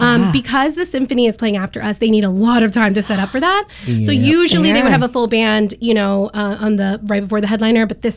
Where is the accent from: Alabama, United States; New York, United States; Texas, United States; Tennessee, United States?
New York, United States; when I came here from New York, I was like looking for my people. I was looking for Latino musicians